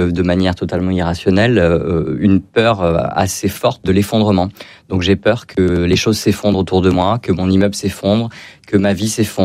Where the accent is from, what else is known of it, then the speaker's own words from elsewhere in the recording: Hyères, Provence-Alpes-Côte d'Azur, France; Moi je suis originaire de Hyères, j'ai grandi à Hyères, donc tout ce qui est reconnexion à mon enfance, ça aurait pu être Hyères.